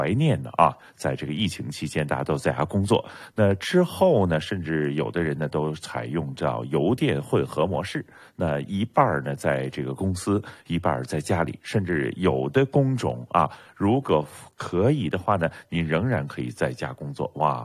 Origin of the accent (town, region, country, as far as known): Canada